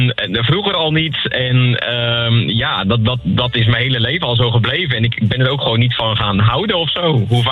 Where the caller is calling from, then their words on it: Volendam, North Holland, Netherlands; ik kom uit Volendam.